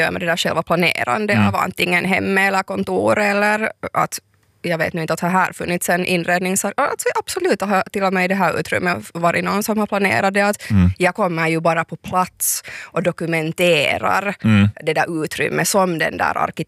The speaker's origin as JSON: {"language": "Swedish", "town": "Helsinki", "region": "Uusimaa", "country": "Finland", "moved": "yes", "lives_now": "Karis, Finland", "said": "jag är ju från Helsingfors"}